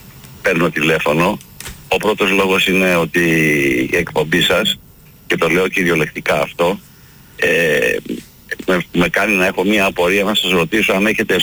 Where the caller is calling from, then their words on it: Vouliagmeni, Attica, Greece; Είμαι από τη Βουλιαγμένη. Δεν είμαι από του Παπάγου